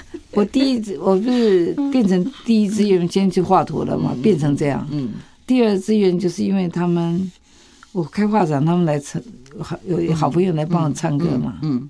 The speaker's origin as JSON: {"language": "Chinese", "region": "Taipei", "country": "Taiwan", "tie": "born or raised there", "said": "新公园是我的童年的地方，"}